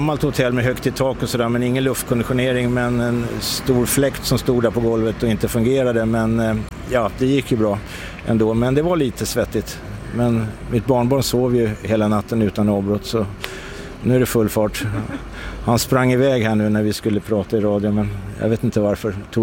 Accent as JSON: {"language": "Swedish", "town": "Gnesta", "region": "Södermanland", "country": "Sweden", "said": "Vi kommer ifrån Gnesta."}